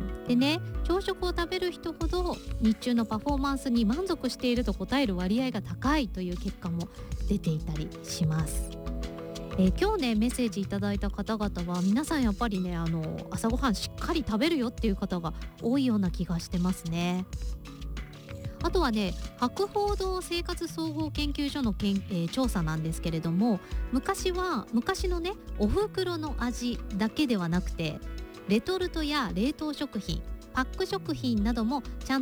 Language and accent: Japanese; Kyushu, Japan; moved away; 私は九州出身なんですけど、